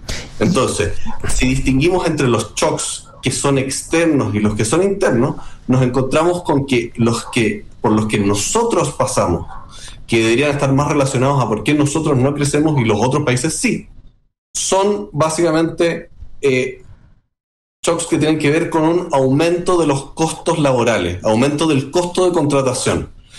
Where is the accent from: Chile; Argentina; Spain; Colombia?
Chile; nosotros como chilenos, no es que seamos capaces de producir más